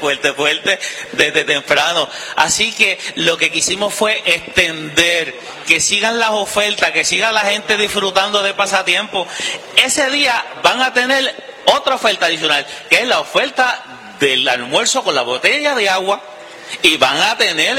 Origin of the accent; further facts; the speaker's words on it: Aguada, Puerto Rico; now in Moca, Puerto Rico; yo soy natural de Aguada